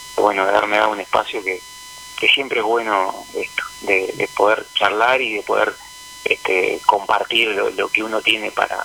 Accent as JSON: {"language": "Spanish", "region": "Montevideo", "country": "Uruguay", "tie": "born there", "moved": "yes", "lives_now": "Rocha, Uruguay", "said": "yo nací en Montevideo, bueno, mi abuela y mis bisabuelos son nacidos acá en Rocha."}